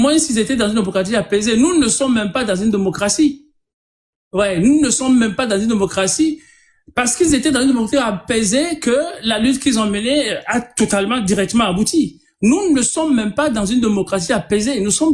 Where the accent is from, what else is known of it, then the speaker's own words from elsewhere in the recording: Togo; chez nous au Togo.